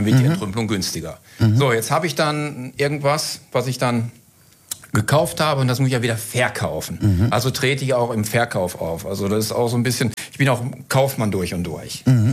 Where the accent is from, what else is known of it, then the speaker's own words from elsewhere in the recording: Kleve, North Rhine-Westphalia, Germany; Und wir hatten einen großen Konzern bei uns in Kleve, der Margarine hergestellt hat.